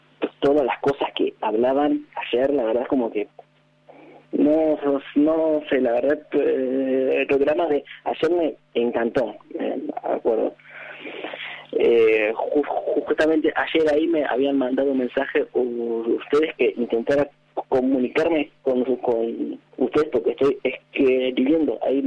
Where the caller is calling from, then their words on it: Mar del Plata, Buenos Aires Province, Argentina; de Mar del Plata.